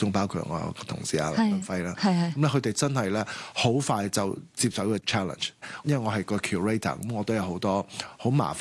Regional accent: Hong Kong

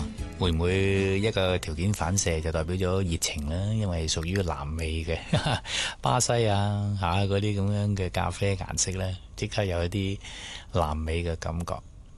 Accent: Guangdong, China; 我哋廣東人

